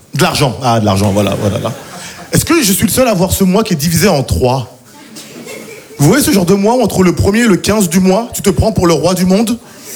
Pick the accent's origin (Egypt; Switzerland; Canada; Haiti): Haiti; now in France; Vous savez, je suis haïtien d'origine et je me rends compte que l'argent, c'est très subjectif. En Haïti, les gens n'ont pas beaucoup d'argent.